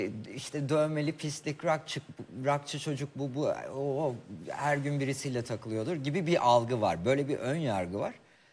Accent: Elazığ, Turkey; ben Elazığlıyım bu arada.

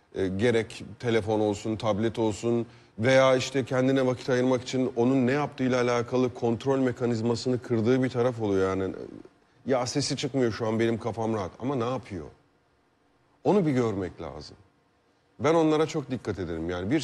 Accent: Sivas, Turkey; now in Istanbul, Turkey; Sivas'ta doğdum, büyüdüm ve İstanbul'da yaşıyorum.

